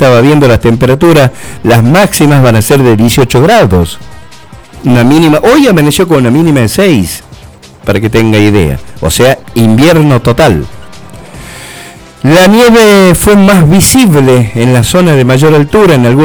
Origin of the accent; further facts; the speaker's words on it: Tucumán, Argentina; Y bueno, las veíamos lejos nosotros acá en Tucumán